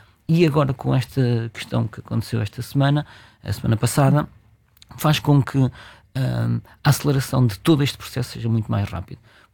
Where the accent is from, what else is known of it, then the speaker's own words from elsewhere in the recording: Portugal; nós como portugueses